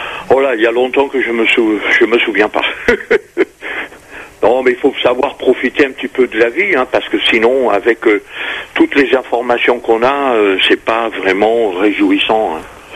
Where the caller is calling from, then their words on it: Paris, Île-de-France, France; Je vous appelle de Paris